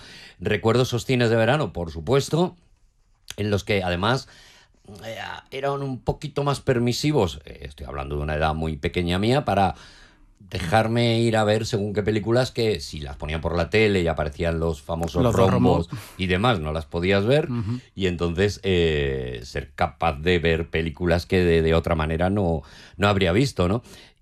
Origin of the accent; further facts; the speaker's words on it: Madrid, Community of Madrid, Spain; accent: Madrid; Y te costaba volver, en el caso de Madrid, a nuestro acento madrileño